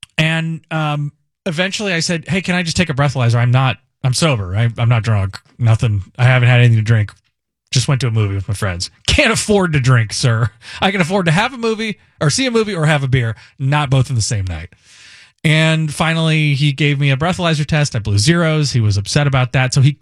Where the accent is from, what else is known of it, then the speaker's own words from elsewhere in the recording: Indiana, United States; I grew up in Indiana.